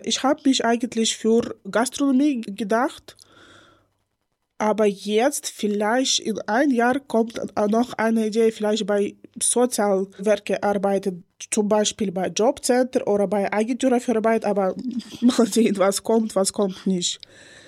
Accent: Ukraine; German is a second language; moved away as an adult; also born or lived in Poland; now in Germany; Ich komme aus der Ukraine und werde gleich 26 sein. Ich bin in Deutschland fast 4 Jahre

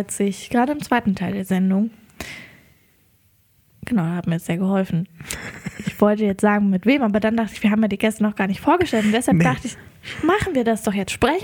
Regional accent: Bad Tabarz, Thuringia, Germany; also ich komme ja ursprünglich aus Bad Tabatz

